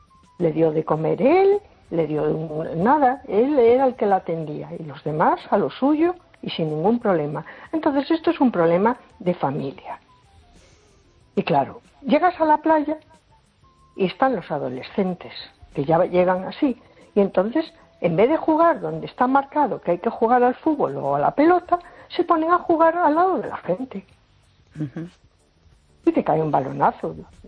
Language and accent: Spanish; A Coruña, Galicia, Spain